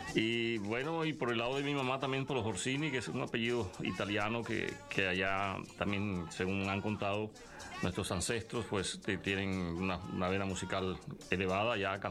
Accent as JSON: {"language": "Spanish", "town": "Villanueva", "region": "La Guajira", "country": "Colombia", "tie": "born there", "said": "Sí, nací en Villanueva. Villanueva, pues, es un pueblo de mucho músico."}